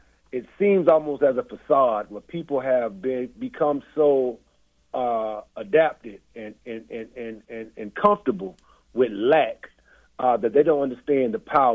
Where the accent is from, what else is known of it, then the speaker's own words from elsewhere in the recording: Tallahassee, Florida, United States; born and raised in Tallahassee.